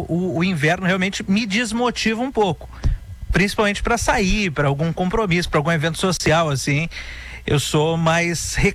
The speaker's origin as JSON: {"language": "Portuguese", "region": "Rio Grande do Sul", "country": "Brazil", "moved": "yes", "lives_now": "Porto Alegre, Brazil", "said": "E lá na minha cidade, ô Colin, o pior lá no sul do estado, lá em Pelotas e Rio Grande, é exatamente a umidade."}